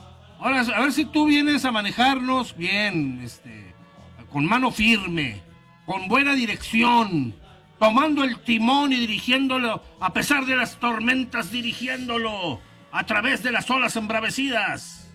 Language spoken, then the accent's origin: Spanish; Mexico; Pepe Peña, como buenos mexicanos, con eso del metro, parques y baches, dejamos todo para el último minuto.